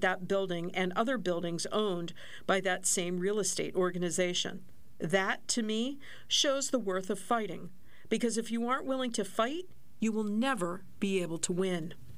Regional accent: Uganda; born there; I was born in Uganda in East Africa.

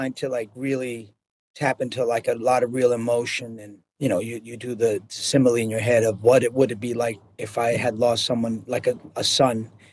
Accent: New York, United States; born or raised there

